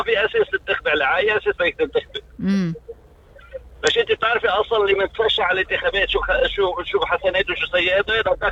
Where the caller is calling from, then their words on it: Lebanon; موضوع المبعدين عندنا بلبنان